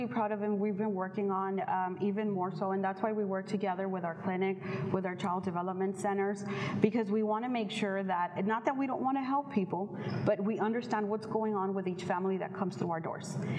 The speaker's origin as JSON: {"language": "English", "town": "Brownsville", "region": "Texas", "country": "United States", "tie": "born there", "also_born_or_lived": "Matamoros, Mexico", "said": "I'm from Brownsville. I grew up in Brownsville. I grew up in Matamoros."}